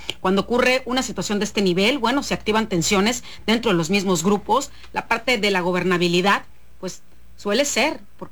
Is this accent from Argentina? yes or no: no; Sinaloa, Mexico; eso es lo que quisiéramos las y los sinaloenses